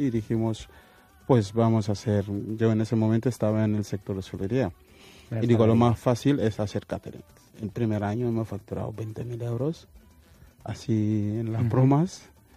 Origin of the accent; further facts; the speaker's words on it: Casamance, Senegal; Catalan is a second language; Jo soc del Casamàs.